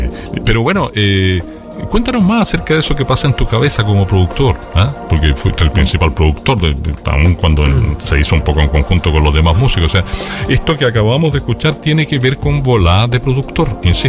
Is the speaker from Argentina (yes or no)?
no; Chile; lo voy a decir bien en chileno